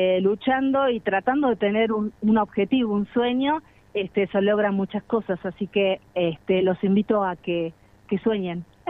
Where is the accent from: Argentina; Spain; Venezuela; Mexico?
Argentina; esas ganas de expresar que somos argentinos y que todo el mundo nos elogia